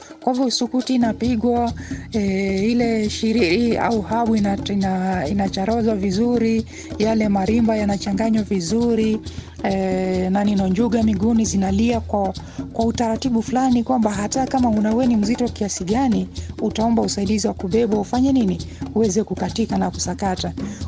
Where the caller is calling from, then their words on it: Mbale, Vihiga County, Kenya; mie mwenyewe natokea magharibi ya Kenya, upande wa Vihiga kule Sabatia Mbale.